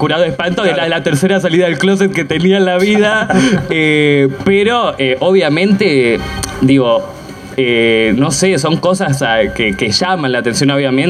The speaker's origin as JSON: {"language": "Spanish", "town": "Bellavista", "region": "Buenos Aires Province", "country": "Argentina", "said": "O sea, yo quería, pero viste, como en donde soy de Bellavista, mi viejo medio que no estaba metido en el mundo"}